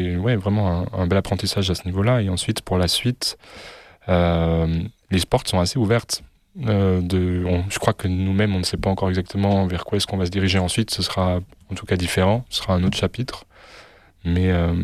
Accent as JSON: {"language": "French", "country": "Switzerland", "said": "On est suisse."}